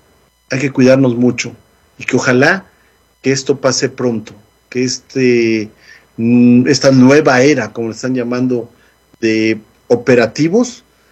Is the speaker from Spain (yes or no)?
no; Mexico; now in United States; nosotros también como mexicanos, sobre todo como migrantes mexicanos, muchos de nosotros tenemos grandes conocidos y grandes amigos argentinos.